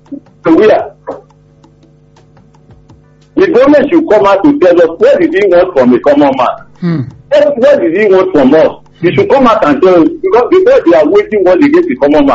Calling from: Apatata, Nigeria; from Apatata.

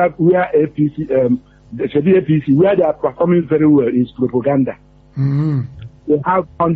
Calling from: Elebu, Nigeria; I'm calling from Elebu.

